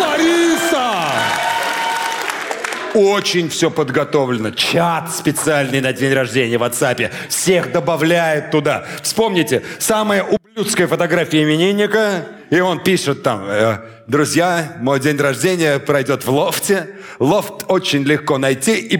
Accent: Penza, Penza Oblast, Russia; У меня в детстве в Пензе в парке имени Белинского был один батут на весь город.

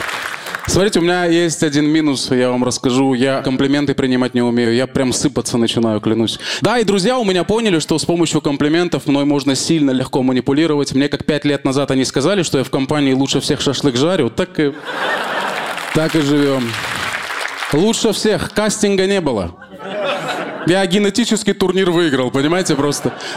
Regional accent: Armenia; я армянин, и меня очень бесит, когда армяне в вашем присутствии по-армянски разговаривают.

